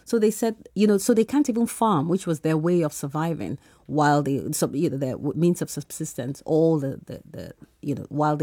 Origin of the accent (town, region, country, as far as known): Nigeria